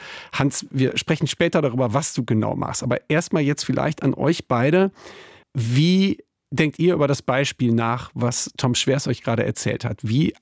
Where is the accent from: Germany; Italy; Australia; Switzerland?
Germany; Wesel, North Rhine-Westphalia; ich komme aus Wesel am Niederrhein